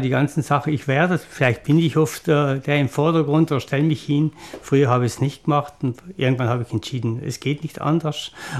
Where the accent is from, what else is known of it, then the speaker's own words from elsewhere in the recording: Bolzano, Trentino-Alto Adige, Italy; now in Jenesien, Italy; Wir sind in Rentsch aufgewachsen.